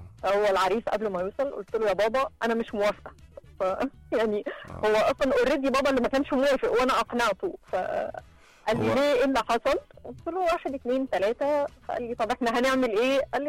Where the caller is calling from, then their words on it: Cairo, Cairo Governorate, Egypt; انا من القاهرة وهو كان من الارياف. انا عمري ما رحت الارياف